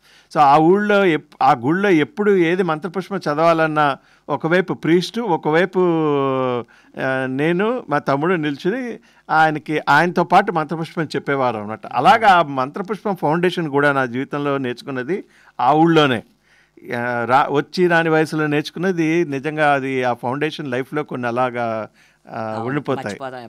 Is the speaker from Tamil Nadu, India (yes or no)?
no; Penugollu, Andhra Pradesh, India; born there; moved away; నాకు మా పెనుగుల్లో స్కూల్ గుర్తొచ్చింది.